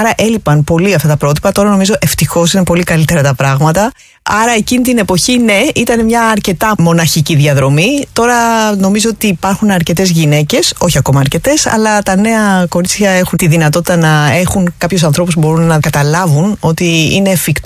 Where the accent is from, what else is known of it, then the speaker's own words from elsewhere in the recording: Athens, Attica, Greece; born there; Γεννήθηκα στην Αθήνα.